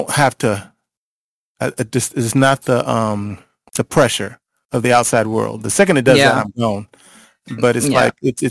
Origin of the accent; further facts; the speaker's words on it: Austin, Texas, United States; I mean, I'm from Austin, and we have pockets and stuff as well too.